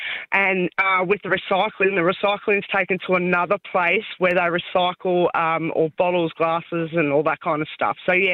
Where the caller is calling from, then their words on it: Werribee, Victoria, Australia; I'm from Werribee and we've got three bins.